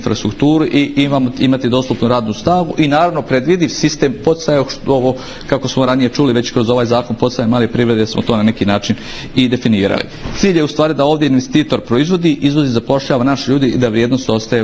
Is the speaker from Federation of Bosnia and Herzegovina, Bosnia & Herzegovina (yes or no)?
yes; Velika Kladuša, Federation of Bosnia and Herzegovina, Bosnia & Herzegovina; Ja dolazim iz Velike Kladuše, tu zaista nedostaje smještajnih kapaciteta